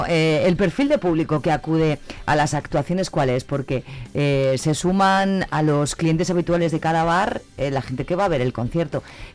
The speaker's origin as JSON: {"language": "Spanish", "town": "Zamora", "region": "Castile and León", "country": "Spain", "said": "somos zamoranos y zamoranas"}